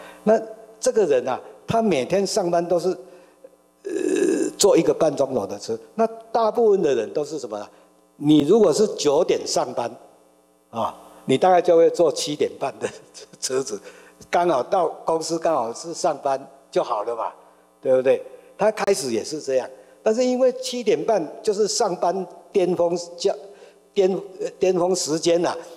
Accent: Taichung, Taiwan; 因为我是台中人，所以我觉得说，那我不如我家不要搬，我不如就是在台中另外买一个房子，所以我就是选择在那个郊区

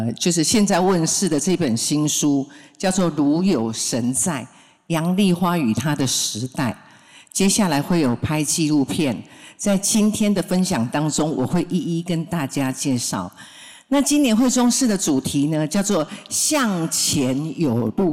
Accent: Taiwan; accent: Taiwanese-accented Mandarin; Chinese is a second language; 我感觉我的台语就标准的啦。国语稍微突出突出啦

